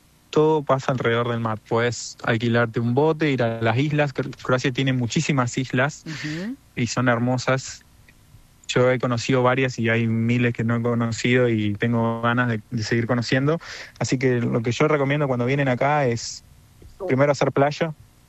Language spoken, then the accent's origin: Spanish; Argentina; moved away as an adult; now in Split, Croatia; vos le decís que sos argentina y dicen, no, ¿cómo que sos argentina?